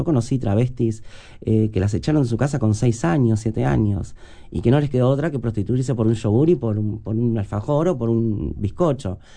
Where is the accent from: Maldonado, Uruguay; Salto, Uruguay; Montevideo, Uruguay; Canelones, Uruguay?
Maldonado, Uruguay; San Carlos; born or raised there; moved away as an adult